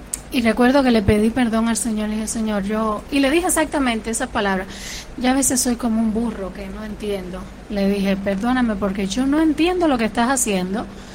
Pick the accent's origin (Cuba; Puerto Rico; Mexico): Cuba; moved away as an adult; also born or lived in Havana; Yo para aquel entonces creo que tendría 20 años y estaba en Cuba, en mi país.